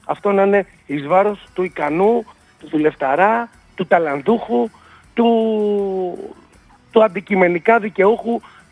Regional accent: Greece; που είμαστε Έλληνες, από τα ίδια σόγια, από τα ίδια σπίτια

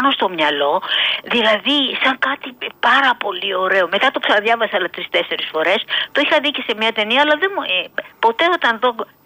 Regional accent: Athens, Attica, Greece; moved away as an adult; now in Elliniko, Greece; Και εγώ έμενα χρόνια και γεννήθηκα στο ΜΕΤΣ. Εν τω μεταξύ, τώρα τα τελευταία 10 χρόνια έχουμε έρθει στο άλλο σπίτι που έχουμε στο ελληνικό.

